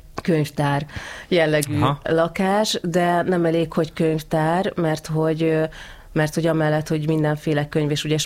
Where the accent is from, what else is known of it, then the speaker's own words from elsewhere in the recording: Budapest, Hungary; Hát én a Rózsadomba alján, úgyhogy ez abszolút budai övezet.